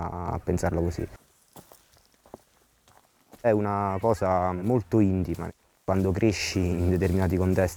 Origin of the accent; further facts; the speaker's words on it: Campania, Italy; moved away as an adult; also born or lived in Naples / Venice; Avvertivo sempre lo stesso bisogno di tornare in quella che era la mia terra.